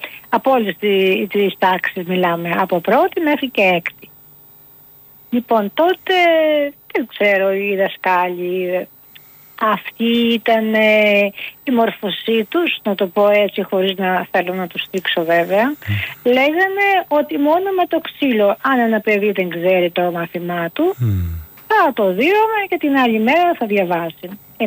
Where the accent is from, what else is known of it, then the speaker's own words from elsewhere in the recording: Agrinio, Western Greece, Greece; Λοιπόν, εγώ είμαι έξω από Αγρινιό, από ένα χωριό τέλος πάντων.